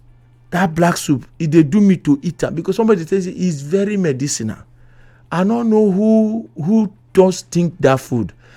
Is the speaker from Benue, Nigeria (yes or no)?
yes; Benue, Nigeria; Omo, I am from Benue. Our own is called Oko.